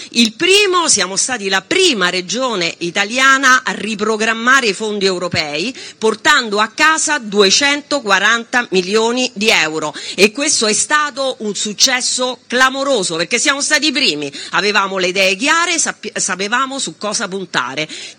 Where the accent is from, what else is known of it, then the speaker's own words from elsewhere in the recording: Rome, Lazio, Italy; io sono di Roma, quindi non parlerò mai male di Roma, perché Roma è Roma, per me rimane caput mundi, quindi io amo la mia città, mi sento profondamente romana